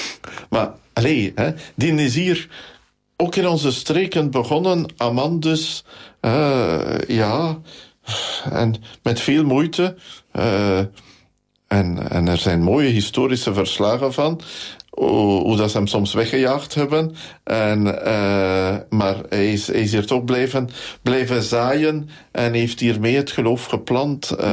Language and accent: Dutch; Nederasselt, Gelderland, Netherlands; ik ben van Nederasselt. Ik heb natuurlijk altijd iets bijzonders gehad met de patroonheilige van Nederasselt